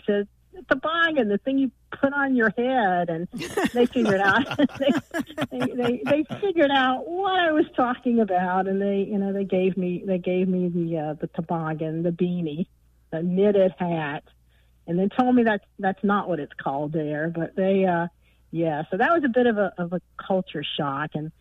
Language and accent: English; the South, United States; So I'm from the South, and I went up to visit a couple of friends in Canada